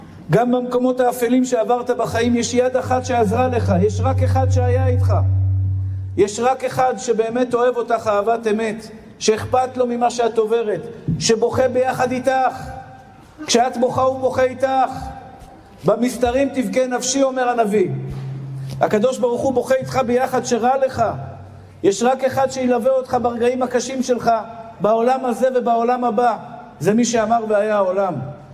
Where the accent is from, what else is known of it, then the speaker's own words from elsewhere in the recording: Tel Aviv, Tel Aviv District, Israel; אני גדלתי בשכונת התקווה